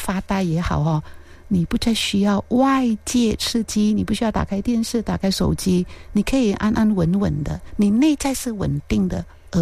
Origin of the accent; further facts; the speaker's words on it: Bilut, Pahang, Malaysia; 我来自彭亨玻璃口新村，我们村里头有一个民众图书馆，65年的民众图书馆